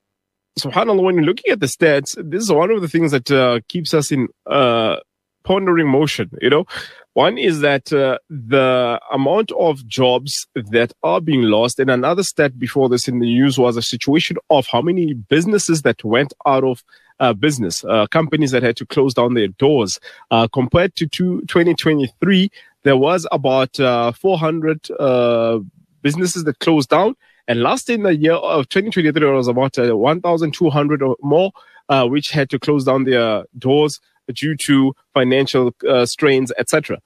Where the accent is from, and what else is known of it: South Africa